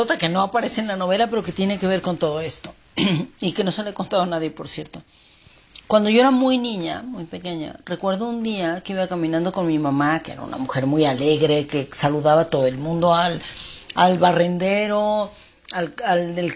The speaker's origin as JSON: {"language": "Spanish", "region": "Mexico City", "country": "Mexico", "tie": "born or raised there", "said": "Yo sentía cuando era niña en la Ciudad de México y en la colonia Miscuac y en La Juárez"}